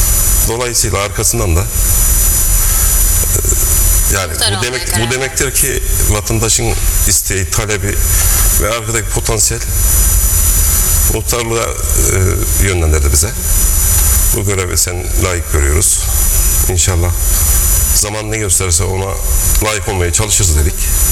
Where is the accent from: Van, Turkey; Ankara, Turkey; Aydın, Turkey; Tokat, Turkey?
Aydın, Turkey; Bozdoğan; also born or lived in İzmir; ben 1971 Bozdoğan Yaka Mahallesi doğumluyum.